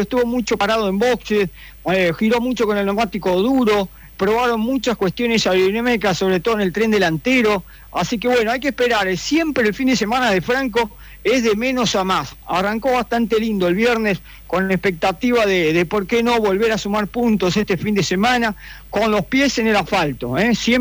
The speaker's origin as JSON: {"language": "Spanish", "country": "Argentina"}